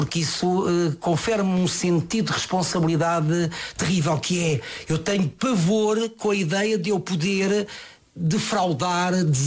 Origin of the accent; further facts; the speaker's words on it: Lisbon, Portugal; born there; Eu nasci na Rua das Pedras Negras, portanto ali ao pé do Largo do Caldas.